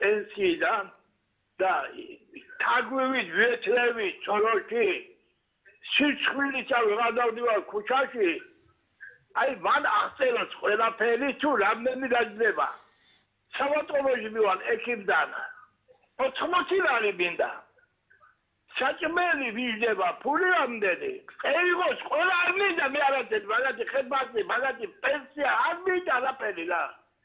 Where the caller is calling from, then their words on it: Batumi, Adjara, Georgia; ბათუმიდან ვარ.